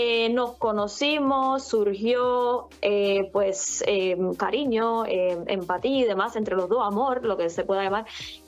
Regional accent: Cuba; quizás le llamaba la atención mi acento, porque me hablaba mucho del acento, o sea, creo que sí, que él como que tenía ganas de conocer una cubana, como que siempre tuvo ese anhelo

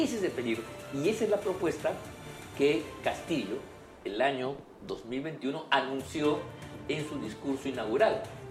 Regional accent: Peru; Pero esa es la nación peruana, eso es lo que somos nosotros

